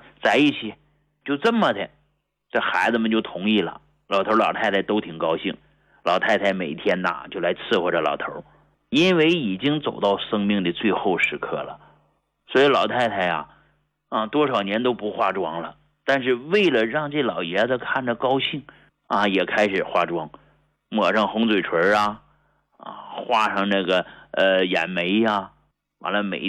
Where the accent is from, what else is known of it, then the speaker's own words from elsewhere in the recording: Hegang, Heilongjiang, China; now in Beijing, China; 我老家鹤岗啊，还市里呢，100平米可能都不到10万块钱，